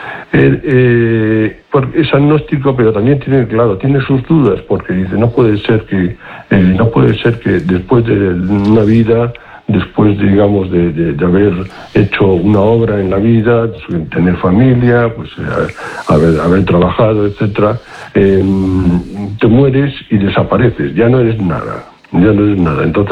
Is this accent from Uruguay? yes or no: no; Basque Country, Spain; Yo soy vasco